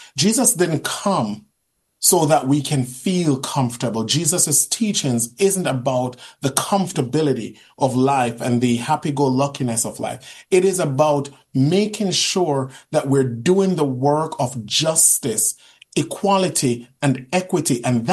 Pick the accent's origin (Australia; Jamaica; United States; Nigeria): Jamaica; And I'm from Jamaica. Jamaica is rough. I came from a single mother's home.